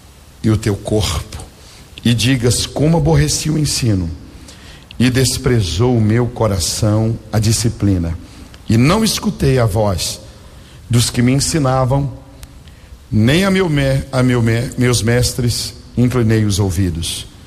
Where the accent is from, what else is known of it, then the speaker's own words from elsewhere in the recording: Minas Gerais, Brazil; born there; also born or lived in Belo Horizonte; E um dia meu pai resolveu sair do interior e mudar-se para Belo Horizonte